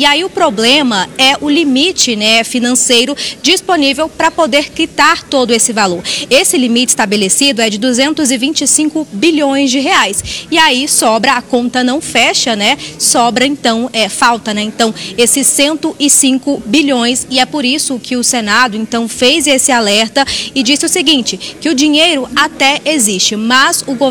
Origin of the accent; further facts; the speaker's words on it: Brazil; Nós que somos brasileiros